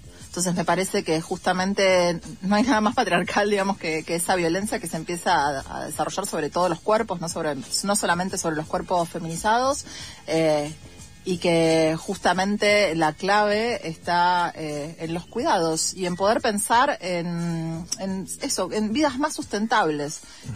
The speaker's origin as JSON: {"language": "Spanish", "country": "Argentina", "said": "lo estamos pasando muy mal en la Argentina"}